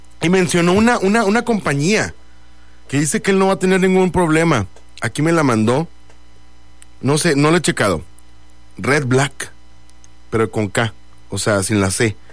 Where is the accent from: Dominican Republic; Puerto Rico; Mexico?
Mexico; Somos mexicanos